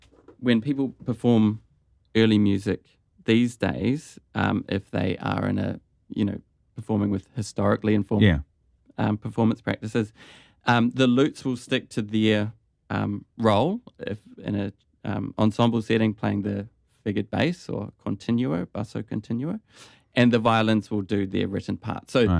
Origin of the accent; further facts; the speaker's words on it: Timaru, Canterbury, New Zealand; moved away as an adult; now in Australia; Yeah, so I then I moved to Australia to study a beginner masters of music and classical guitar